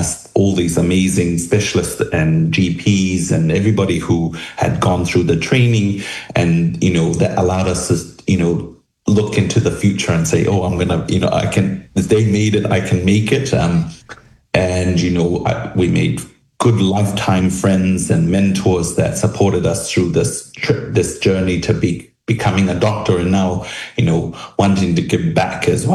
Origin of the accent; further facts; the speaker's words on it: Tonga; born there; Yeah, I was born in Tonga. My mum is Tongan and dad is Australian